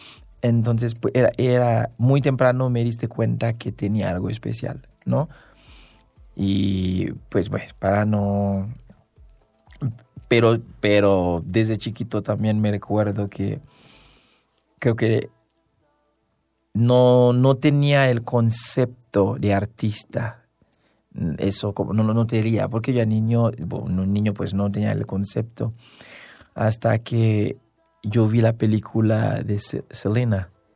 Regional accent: Haiti; moved away as an adult; also born or lived in Xalapa; now in Mexico City, Mexico; Nací, crecí en Haití. Y justo ya hace 6 años que vine aquí, estudié en Jalapa

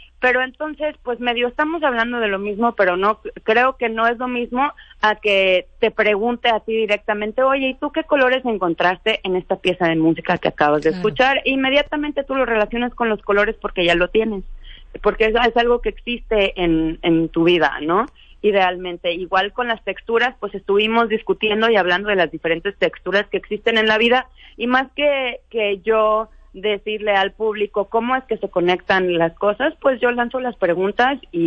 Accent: Guadalajara, Jalisco, Mexico; now in Mexico City, Mexico; yo soy de Guadalajara y ahorita vivo en Ciudad de México

